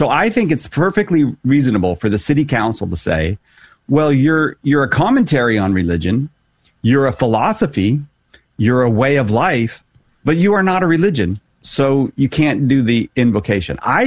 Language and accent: English; United States; as an American